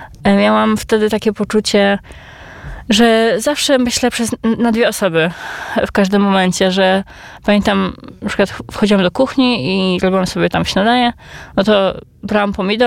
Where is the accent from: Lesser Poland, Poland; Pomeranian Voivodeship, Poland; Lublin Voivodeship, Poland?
Lesser Poland, Poland; Libiąż; My pochodzimy z Libiąża, to jest mała miejscowość między Krakowem a Katowicami w Małopolsce Zachodniej.